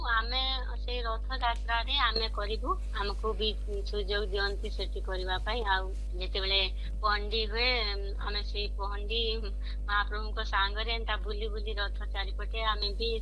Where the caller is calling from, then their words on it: Bargarh, Odisha, India; ଆଜ୍ଞା ନମସ୍କାର, ମୁଁ ବରଗଡ଼ରୁ